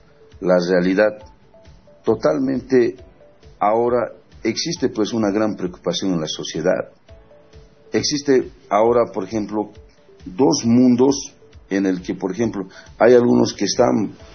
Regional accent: Bolivia; hemos entendido como pueblo boliviano

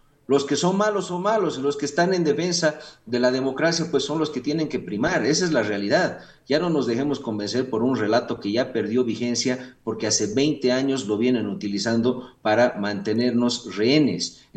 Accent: Bolivia

